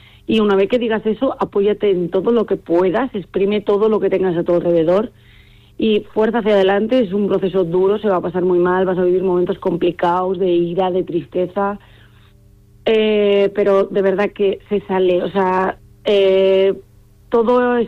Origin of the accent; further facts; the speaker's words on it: Palencia, Castile and León, Spain; yo soy de Palencia